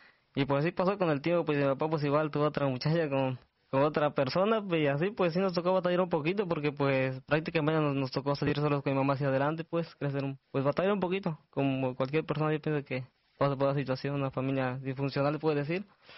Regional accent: Veracruz, Mexico; Bueno, pues yo soy de México, del estado de Veracruz. Allá nací en un ranchito allá.

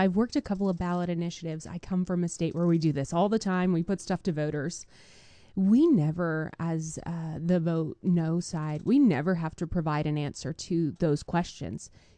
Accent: the South, United States; now in Idaho, United States; I'm from the South. We deep fry everything

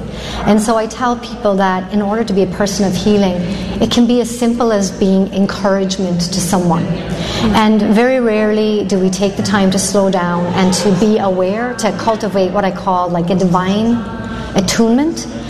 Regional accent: Ireland; So I'm Irish

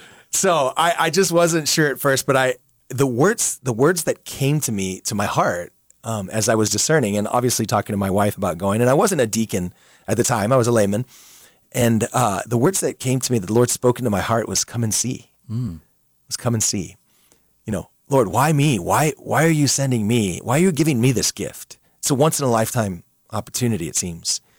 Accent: Omaha, Nebraska, United States; Like he's from Cincinnati. I'm from Omaha.

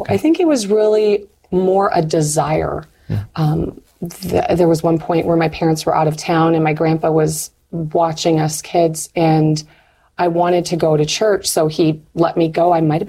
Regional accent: Marquette, Michigan, United States; Well, so I'm from Upper Michigan, Marquette, Michigan, the UP. I'm a Uper.

